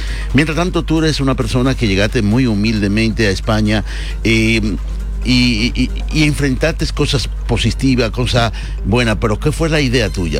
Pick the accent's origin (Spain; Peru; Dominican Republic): Dominican Republic; nosotros como los dominicanos